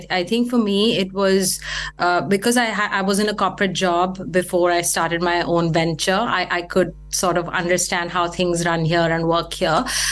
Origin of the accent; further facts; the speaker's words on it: New Delhi, Delhi, India; moved away as an adult; now in London, United Kingdom; So I am originally from New Delhi, India. I lived there all my life.